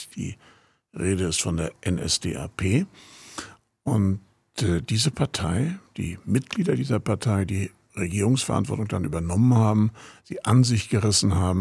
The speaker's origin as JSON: {"language": "German", "town": "Rostock", "region": "Mecklenburg-Vorpommern", "country": "Germany", "moved": "yes", "lives_now": "Berlin, Germany", "said": "Ich komme ja aus Berlin, das wissen vielleicht die meisten. Oder ich komme nicht aus Berlin, ich komme aus Rostock, aber ich wohne da, ich bin schon ganz lange weg."}